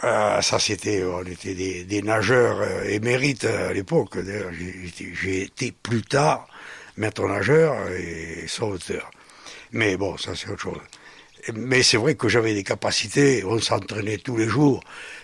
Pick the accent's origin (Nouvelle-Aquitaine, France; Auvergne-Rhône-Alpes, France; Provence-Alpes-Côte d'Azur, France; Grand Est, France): Nouvelle-Aquitaine, France; Carlux; also born or lived in Sarlat; Je suis né à Sarlat. Mais j'ai passé toute ma jeunesse à Roufillac de Carlux.